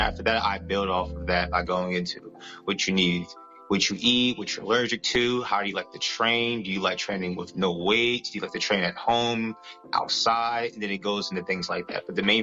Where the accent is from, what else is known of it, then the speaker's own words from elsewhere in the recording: New Jersey, United States; I actually grew up in New Jersey. I grew up in New Jersey practically my whole life